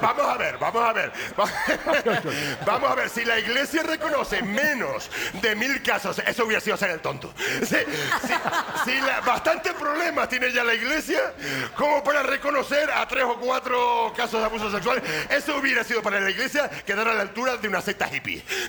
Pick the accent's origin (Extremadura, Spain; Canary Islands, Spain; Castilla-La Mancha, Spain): Canary Islands, Spain; Granadilla; Está llegando a mi pueblo. Yo soy de Granadilla.